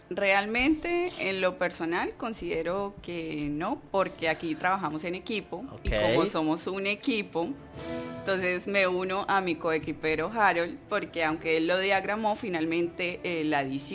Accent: Colombia; Bueno, yo pienso que como colombianos y pues de por sí como latinos, nos identificamos con muchas cosas de la cultura mexicana.

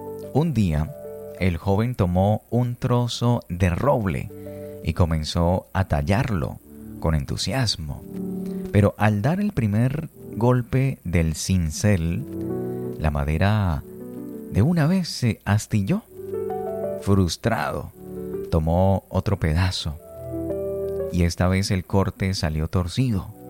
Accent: Colombia; Tenemos una gran riqueza cultural en nuestra Colombia por conocer, por descubrir, siendo nosotros colombianos.

